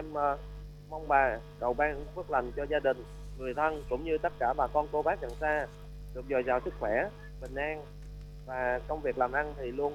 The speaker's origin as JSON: {"language": "Vietnamese", "town": "Chau Doc", "region": "An Giang", "country": "Vietnam", "tie": "born or raised there", "said": "Quê hương em không chỉ có Miếu Bà Chúa Xứ linh thiêng"}